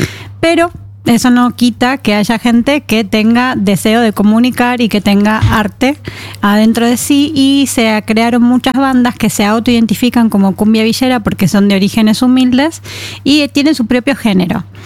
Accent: Buenos Aires, Argentina; Porque vengo de Buenos Aires.

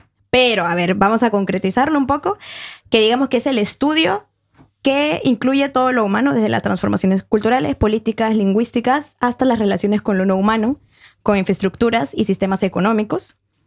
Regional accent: Peru; now in Norway; en la región de Junín, en mi país de Perú.

